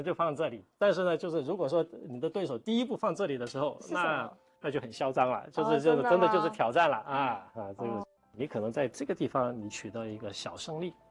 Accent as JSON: {"language": "Chinese", "town": "Guangzhou", "region": "Guangdong", "country": "China", "said": "因为它是我们老广州人心中的一个印记，它也是广州的一个文化名片"}